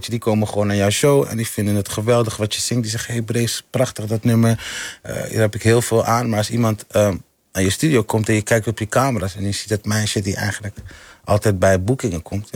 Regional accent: Amsterdam, North Holland, Netherlands; Ik ben in Amsterdam-West opgegroeid.

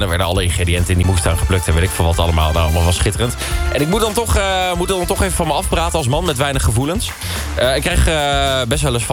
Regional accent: Nijmegen, Gelderland, Netherlands; En toen wilde ik zeggen nee, en ik kom uit Nijmegen. En dat is Nijmegen is een soort van grijs gebied. Het is tussen de rivieren.

